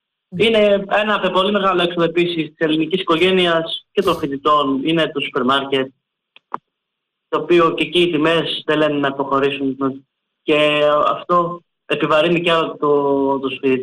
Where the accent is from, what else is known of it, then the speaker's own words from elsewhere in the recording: Chios, North Aegean, Greece; now in Volos, Greece; κατάγομαι από τη Χίο, εγώ Χίο έχω μεγαλώσει, έχω γεννηθεί. Βρίσκομαι στο Βόλο, είναι στην άλλη άκρη της Ελλάδας